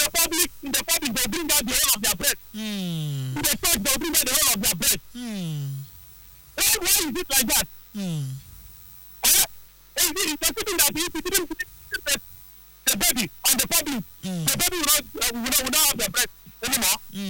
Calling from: Port Harcourt, Rivers, Nigeria; I'm calling from Port Harcourt.

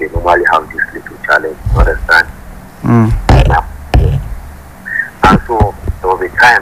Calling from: Angola; I'm calling from Angola.

